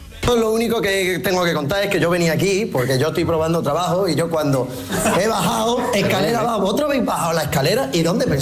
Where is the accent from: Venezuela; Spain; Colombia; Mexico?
Spain; Frigiliana, Andalusia; No, soy de Frigiliana. Y con orgullo